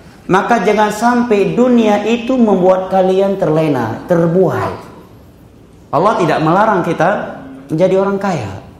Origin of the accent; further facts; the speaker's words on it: Pidie Jaya, Aceh, Indonesia; di daerah saya terjadi sepertiga akhir malam sebelum waktu subuh di Pidijaya.